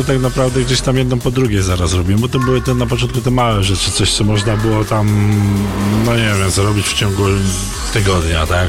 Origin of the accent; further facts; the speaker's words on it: Zawadzkie, Opole Voivodeship, Poland; now in Łącznik, Poland; bo ja pochodzę z Zawadzkiego, a mieszkam tu w Łączniku tak, od 25 lat.